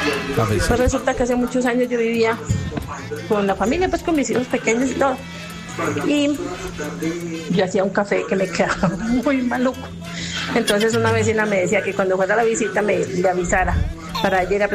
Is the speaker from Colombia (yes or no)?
yes; Cartago, Valle del Cauca, Colombia; En Cartago, yo soy de Cartago.